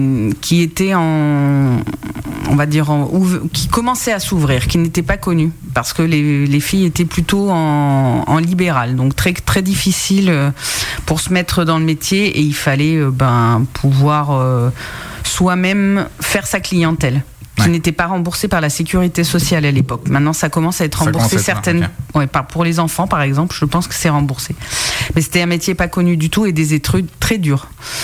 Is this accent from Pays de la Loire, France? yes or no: no; Moulins, Auvergne-Rhône-Alpes, France; Je suis née à Moulins-sur-Allier